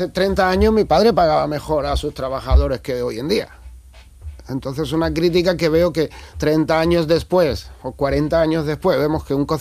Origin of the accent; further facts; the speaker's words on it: Arcos de la Frontera, Andalusia, Spain; born there; moved away; Me atrae más mi pueblo, Arcos de la Frontera